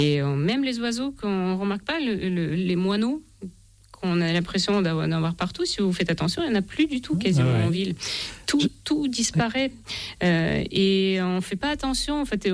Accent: Ukraine; le chef d'orchestre que j'ai écouté tellement de fois quand j'étais gamine en Ukraine.

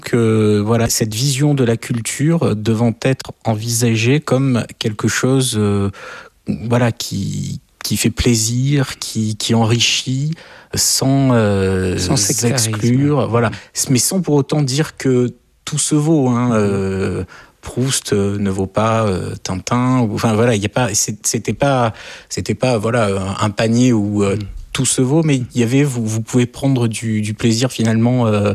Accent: France; Je suis français, je vis en France.

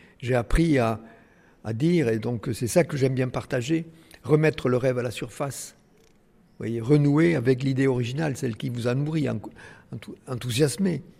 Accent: Vielmur-sur-Agout, Occitanie, France; Oui, moi je suis né dans Vielmur, dans le Tarn, petit village, à la campagne. On n'avait même pas l'eau courante, vous voyez, dans la maison.

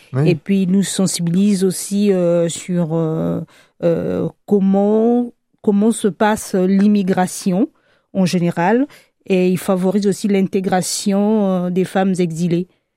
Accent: Republic of the Congo; first language French; Je viens du Congo-Brazzaville.

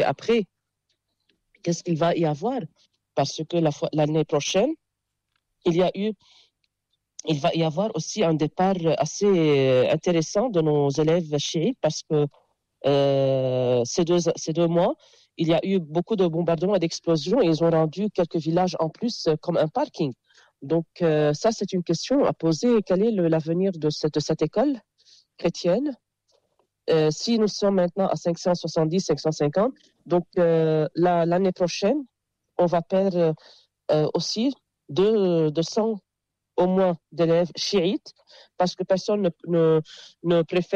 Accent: Jounieh, Keserwan-Jbeil, Lebanon; Et puisque je suis de Jounieh, vous voyez, l'élève ou bien l'enfant dépendent de son environnement. À Joigny, il y a la plage, il y a la mer.

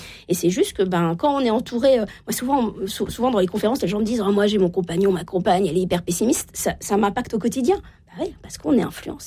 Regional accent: Normandy, France

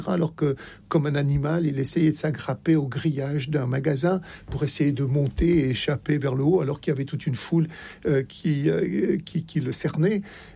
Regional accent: Oran, Oran Province, Algeria; moved away; Je suis né à Oran.

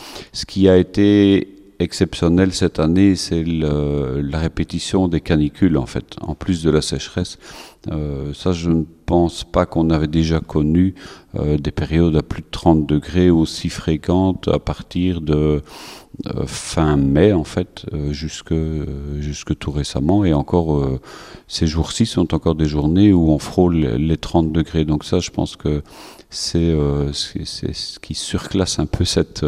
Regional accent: Leuze-en-Hainaut, Wallonia, Belgium; je viens de la région de Hatte, Leuze-en-Hainaut précisément.

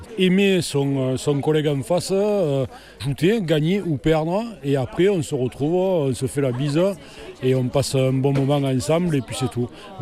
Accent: France; je suis né au quartier haut

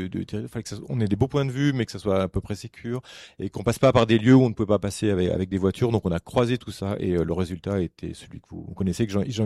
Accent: Auvergne-Rhône-Alpes, France; moi je suis originaire de l'Allier, donc je connais bien ce site

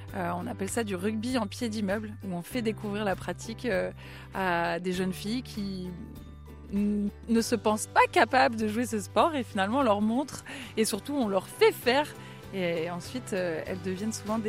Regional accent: Le Vieux-Marché, Brittany, France; moved away as an adult; now in Trégastel, France; je suis originaire du Trégor, une petite bourgade de 1000 habitants qui s'appelle Le Vieux Marché. J'ai grandi là-bas pendant... on va dire 20 ans de ma vie, parce qu'après, je suis partie explorer le monde avec l'équipe de France, mais aussi personnellement et professionnellement.

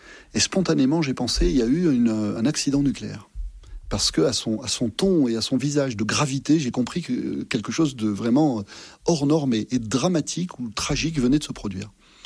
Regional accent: Massif Central, France; moi je suis originaire du Massif central, alors bon, j'aime beaucoup la capitale, hein, mais c'est quand même pas mon milieu naturel.

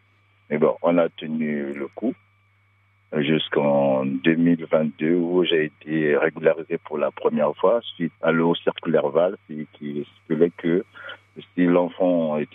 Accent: Republic of the Congo; Moi je suis du Congo Brazzaville.

